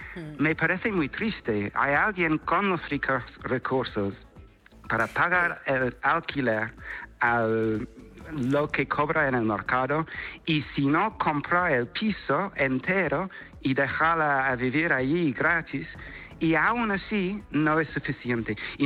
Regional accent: Spain; Yo amo a España, soy español de los cojones. Y tengo el pasaporte, me DNI, estoy súper orgulloso.

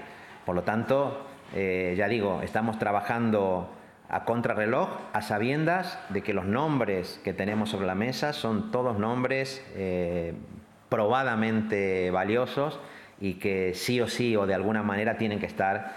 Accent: Catalonia, Spain; si a mí me pregunta como catalán y sale el nombre de Ada Colau

